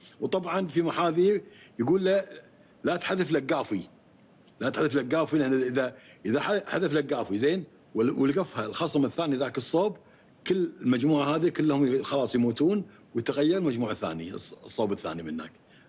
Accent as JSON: {"language": "Arabic", "country": "Kuwait"}